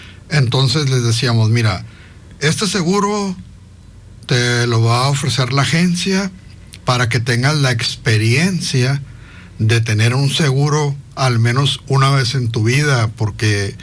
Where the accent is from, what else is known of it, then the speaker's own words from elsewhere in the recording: Hermosillo, Sonora, Mexico; born there; Yo nací en Hermosillo, Sonora. Y nací en Hermosillo, Sonora. Mi mamá es de Hermosillo, Sonora. Mi papá es de la ciudad de Monterrey. Era de la ciudad de Monterrey.